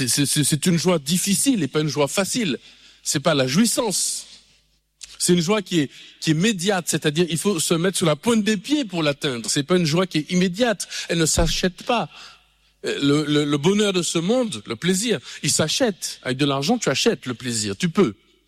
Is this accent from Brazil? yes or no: no; Martinique, France